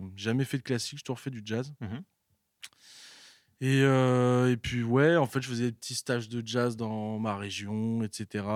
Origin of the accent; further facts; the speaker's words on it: Moulins, Auvergne-Rhône-Alpes, France; now in Paris, France; J'ai 24 ans, je viens de pas très loin d'ici, je viens de Moulins, dans l'Allier, ouais, chez Auvergnat, ouais.